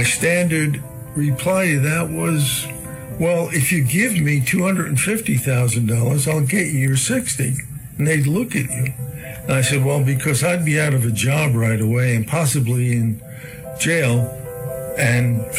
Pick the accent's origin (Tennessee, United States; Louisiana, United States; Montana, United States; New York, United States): New York, United States; Long Island; I was born and raised in Long Island.